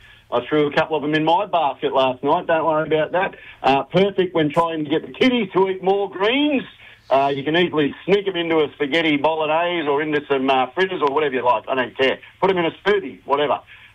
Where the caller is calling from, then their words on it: the Redlands, Queensland, Australia; I'm in the Redlands. I'm local, live, and just living it up.